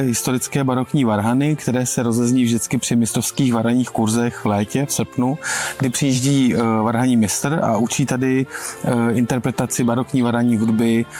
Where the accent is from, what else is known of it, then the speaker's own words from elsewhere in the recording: Úterý, Plzeň Region, Czechia; jsem z Úterý